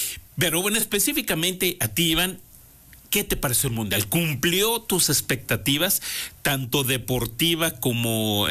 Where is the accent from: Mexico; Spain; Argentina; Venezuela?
Mexico; Incluso nosotros como mexicanos deberíamos entenderlo